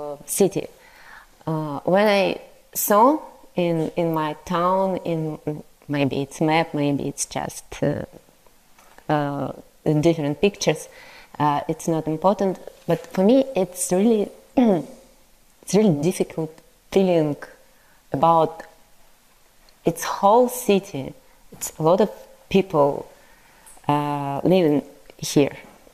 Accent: Irkutsk, Irkutsk Oblast, Russia; English is a second language; it's like my hometown, Irkutsk. I'm from Irkutsk. It's Siberia. It's 600 people lived in this city.

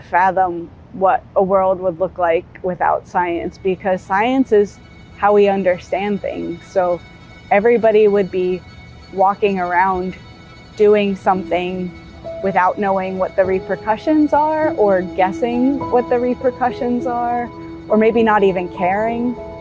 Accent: Baltimore, Maryland, United States; born or raised there

